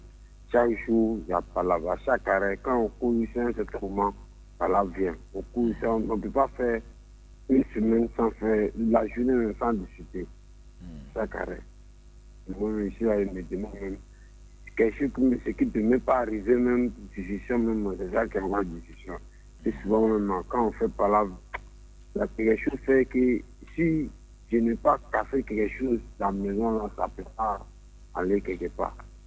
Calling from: Abidjan, Côte d’Ivoire; Moi, j'appelle de Yabit Angré.

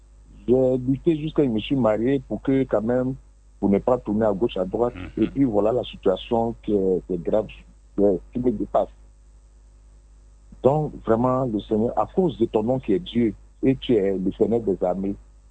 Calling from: Port-Bouët, Abidjan, Côte d’Ivoire; De … Port-Boué.

